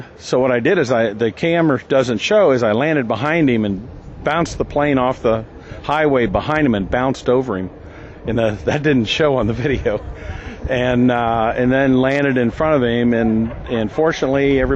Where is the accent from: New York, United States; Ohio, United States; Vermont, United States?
Ohio, United States; Dayton; I'm from Dayton, Ohio.